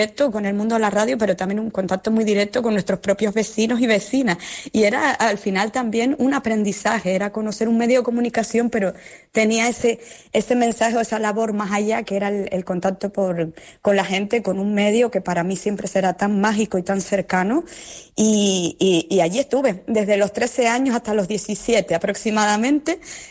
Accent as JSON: {"language": "Spanish", "town": "Vallehermoso", "region": "Canary Islands", "country": "Spain", "tie": "born or raised there", "said": "Es mi pueblo natal, Vallehermoso. Sí, uh-huh. Soy pantanera, sí."}